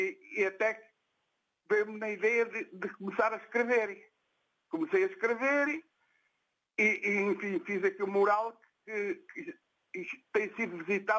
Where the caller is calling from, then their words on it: Ermelo, Norte, Portugal; falo de Ermelo.